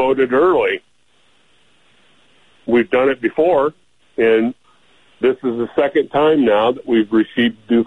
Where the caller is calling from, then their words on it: Clackamas County, Oregon, United States; we're from Clackamas County.